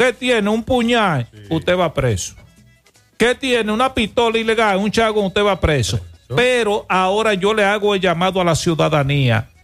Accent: Dominican Republic

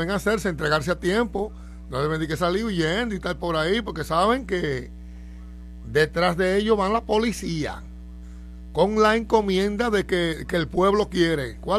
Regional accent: Dominican Republic; estamos inventando algo importante en República Dominicana

